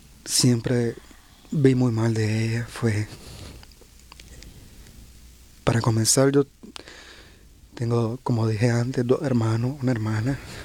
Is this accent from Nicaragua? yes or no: yes; Nicaragua; moved away; vengo de Nicaragua, del centro de Nicaragua. Nací en el 69.